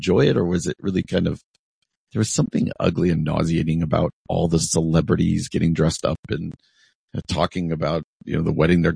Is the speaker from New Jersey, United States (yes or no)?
yes; New Jersey, United States; moved away; in New Jersey, in my home state, my original home state, not where I am now, but where I grew up.